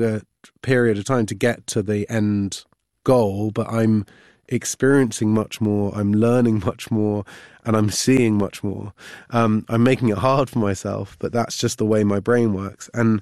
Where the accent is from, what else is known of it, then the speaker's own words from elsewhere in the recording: Cheltenham, South West England, United Kingdom; I had a really great upbringing in that town, and my dad was an English teacher at my school.